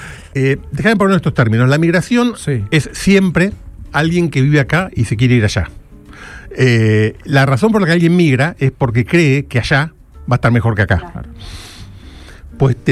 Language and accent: Spanish; Argentina; cuando nosotros tuvimos una migración enorme en Argentina